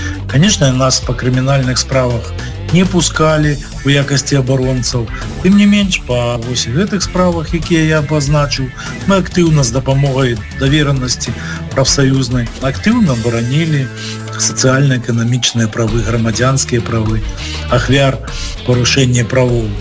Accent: Belarus; Тем не менее, Беларусь не ратифицировала Европейской конвенции по правам человека. И, безусловно, мы, белорусы, не могли супроть своей державы подавать ненавито скарги у Европейский суд.

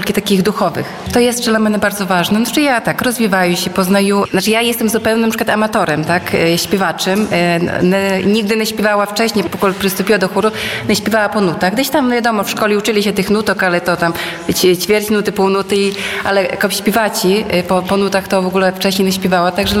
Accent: Łosinka, Podlaskie Voivodeship, Poland; born or raised there; now in Hajnówka, Poland

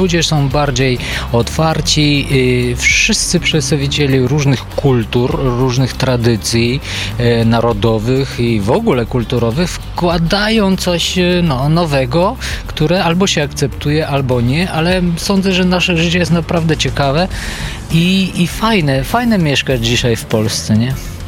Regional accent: Bulgaria; Polish is a second language; moved away as an adult; now in Lublin, Poland

